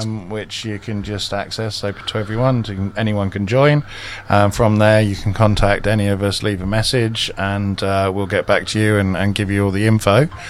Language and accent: English; Buckland in the Moor, South West England, United Kingdom; also born or lived in Australia; nowhere near Buckland in the Moor, which is where I grew up.